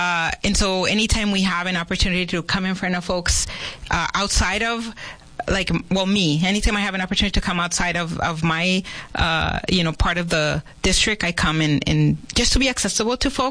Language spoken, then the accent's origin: English; Los Angeles, California, United States; I grew up in L.A. I call it the land of … the San Fernando Valley.